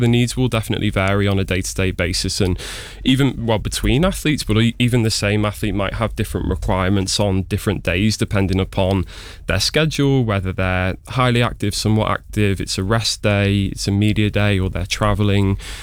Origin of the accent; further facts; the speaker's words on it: England, United Kingdom; So I studied in the Midlands. I'm from up north, and then I actually moved down south not so long ago. So my accent's probably a little bit all over the place.